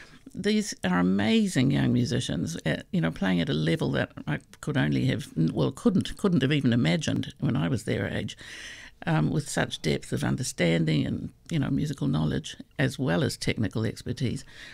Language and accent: English; New Zealand; now in Australia; So I grew up in New Zealand